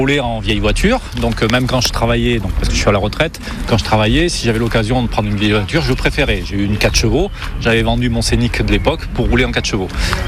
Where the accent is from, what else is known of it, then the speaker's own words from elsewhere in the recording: Malaucène, Provence-Alpes-Côte d'Azur, France; Donc, bonjour, donc … je suis de Malocène